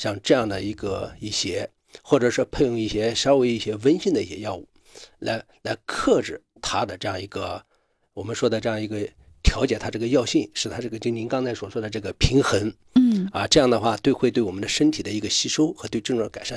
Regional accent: Northeast China, China; 咱们东北人

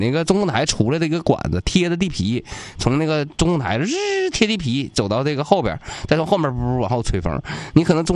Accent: Northeast China, China; accent: Northeastern Mandarin (Dongbei dialect); 咱们东北话讲有的时候说话特别有力气

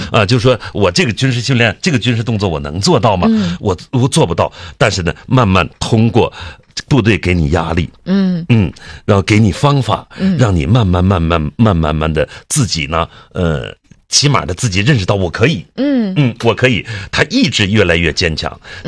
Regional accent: Tangshan, Hebei, China; accent: Tangshan; 后来、哦、到后来别人就听不出来我是唐山人了。

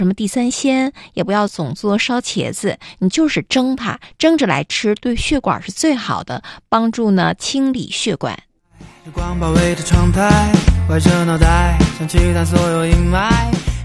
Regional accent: Northeast China, China; 咱们东北人最擅长了

